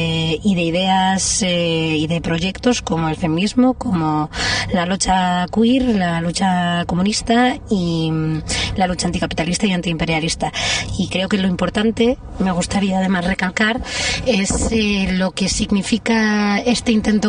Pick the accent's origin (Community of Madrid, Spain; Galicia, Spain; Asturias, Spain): Community of Madrid, Spain; Madrid; now in Mallorca, Spain; soy madrileña, ahora mismo viviendo en Mallorca, y soy militante de la Global Sumo Flotilla.